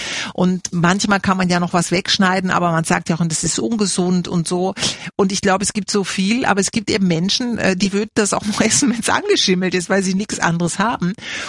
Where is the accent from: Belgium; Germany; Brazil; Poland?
Germany; Bielefeld, North Rhine-Westphalia; war ich in meiner Heimatstadt Bielefeld, wo ich geboren bin und zur Schule gegangen bin, mit meiner Mama unterwegs.